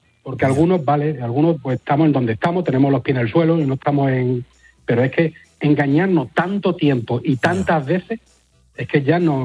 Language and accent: Spanish; Melilla, Spain; Yo a mi hijo no lo dejaría, yo soy de Melilla, ¿eh?